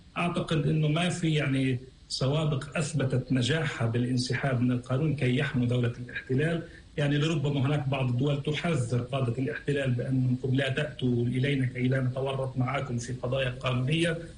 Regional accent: Palestine; إحنا كشعب فلسطيني

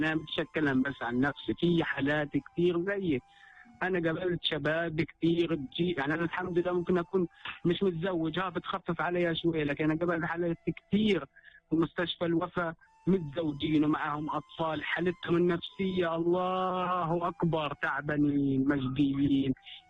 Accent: Palestine; انا فلسطيني وعندي رئيس وعندي منظمه وعندي دوله

